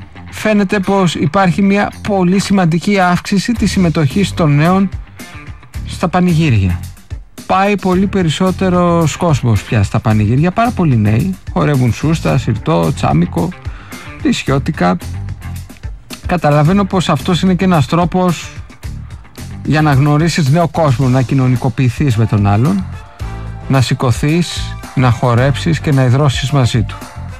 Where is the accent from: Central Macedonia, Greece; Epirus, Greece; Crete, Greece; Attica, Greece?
Attica, Greece; Athens; Εμείς που είμαστε, ναι, μεν βέρη Αθηναίοι, αλλά δεν την αντέχουμε τη ζέστη